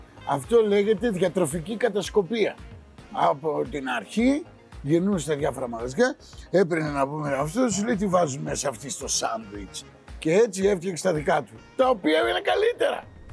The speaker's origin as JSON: {"language": "Greek", "town": "Thessaloniki", "region": "Central Macedonia", "country": "Greece", "lives_now": "Athens, Greece", "said": "Γιατί εγώ είμαι από τη Θεσσαλονίκη και έχουμε τα γνωστά θεματάκια. Λοιπόν, εγώ τους λέω όλους εδώ στην Αθήνα"}